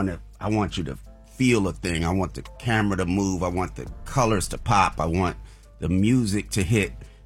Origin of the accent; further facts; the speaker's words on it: Oakland, California, United States; I'm from Oakland